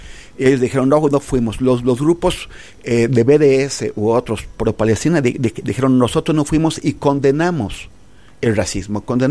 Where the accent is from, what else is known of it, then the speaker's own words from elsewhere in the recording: Mexico; O sea, nosotros como mexicanos, los franceses como franceses, los italianos pueden tener una ideología de derecha, de izquierda